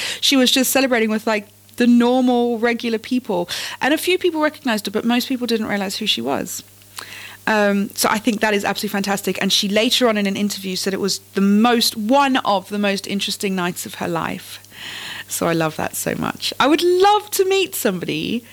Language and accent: English; England, United Kingdom; now in Portsmouth, United Kingdom